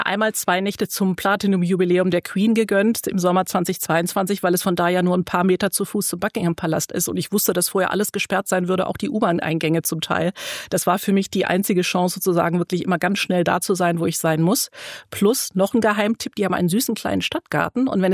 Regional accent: Berlin, Germany; born there; also born or lived in United Kingdom; now in Hamburg, Germany; bin ich geborene Berlinerin, keine Hamburgerin.

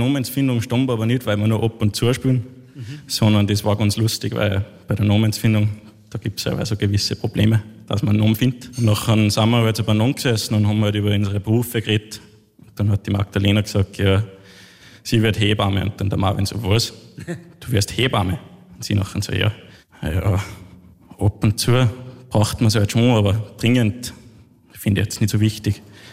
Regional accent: Salzburg, Austria; Ich bin ein Salzburger, ja.

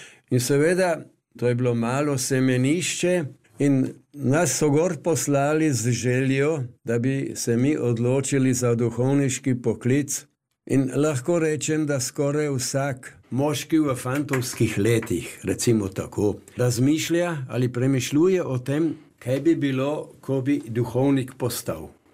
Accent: Carinthia, Austria; In kot koroški Slovenec moram reči

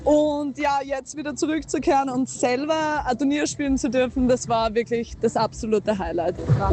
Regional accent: Feldkirchen, Carinthia, Austria; born there; Wir sind beide in Feldkirchen geboren und deshalb war es wie ein Heimspiel für uns

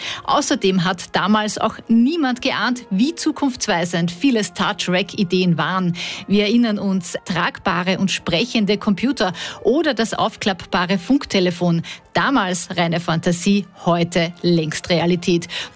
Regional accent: Austria; Bei uns in Österreich ist Raumschiff Enterprise ab den 70ern zu sehen gewesen.

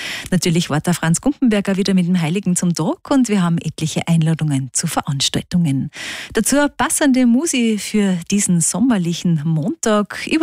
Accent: Gmunden, Upper Austria, Austria; Eine Freit ist es mir auch, dass die Stadtkapelle Gmunden aus meiner Heimatstadt 320 Jahre Jubiläum feiert.

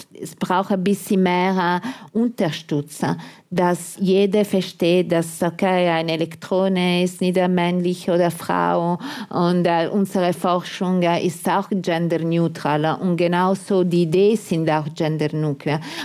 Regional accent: Italy; German is a second language; Nun, für mich als Italiener war etwas negativ, aber alle anderen waren zufrieden.

